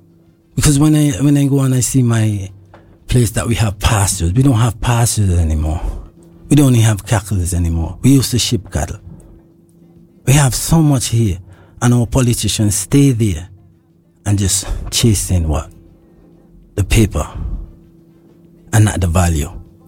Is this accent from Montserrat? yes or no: yes; Montserrat; I'm a monstration British citizen.